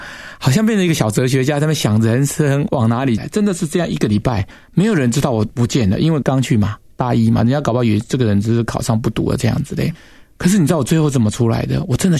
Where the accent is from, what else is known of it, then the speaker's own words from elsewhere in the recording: China; 因为其实我们中国人一直困在人情债里面